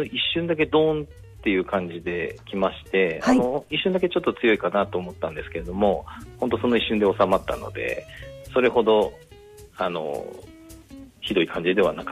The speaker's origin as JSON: {"language": "Japanese", "town": "Omachi", "region": "Nagano", "country": "Japan", "tie": "born or raised there", "also_born_or_lived": "Tokyo", "moved": "as an adult", "said": "私は生まれは大町市なんですけれども、"}